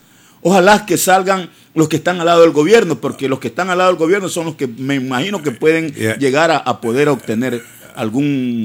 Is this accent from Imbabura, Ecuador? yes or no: no; Esmeraldas, Ecuador; yo soy norteño, a mucha honra lo digo, salí del campo, sigo siendo del campo.